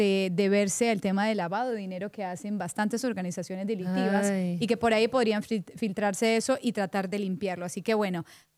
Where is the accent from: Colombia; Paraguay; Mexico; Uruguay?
Colombia; Soy colombiana.